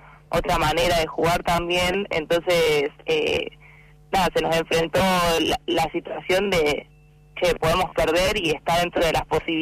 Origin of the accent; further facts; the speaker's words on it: Puerto Madryn, Chubut, Argentina; Yo soy de Madrid.